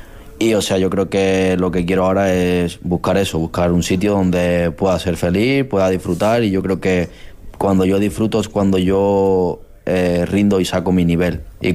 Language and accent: Spanish; Spain; Tú en España los mejores jugadores del mundo ahora mismo son españoles, somos españoles.